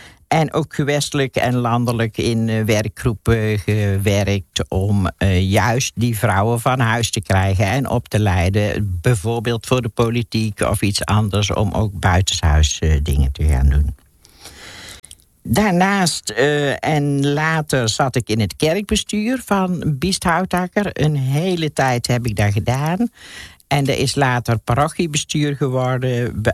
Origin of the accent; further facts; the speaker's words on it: Helvoirt, North Brabant, Netherlands; zoals je al zei. En ik ben geboren en getogen in Helvoort. En ik ben intussen al 73 jaar oud.